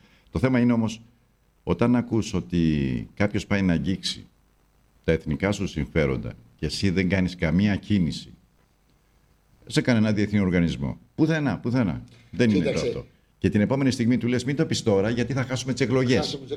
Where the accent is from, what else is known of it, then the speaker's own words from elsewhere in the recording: Greece; Είμαστε Έλληνες.